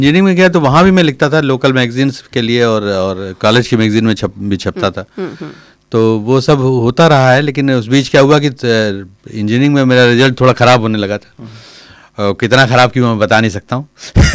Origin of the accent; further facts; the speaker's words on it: Rae Bareli, Uttar Pradesh, India; मैं आया हूँ रायबरेली से, रायबरेली का रहने वाला हूँ.